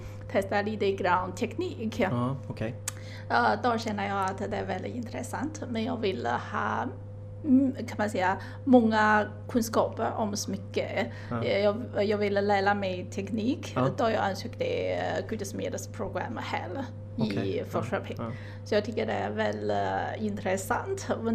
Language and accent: Swedish; China; Swedish is a second language